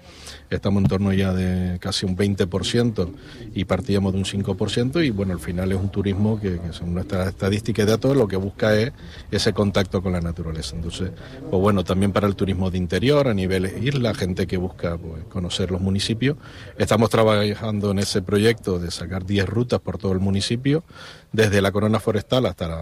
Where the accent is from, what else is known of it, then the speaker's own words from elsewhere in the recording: Icod de los Vinos, Canary Islands, Spain; Yo procedo de la playa de San Marcos.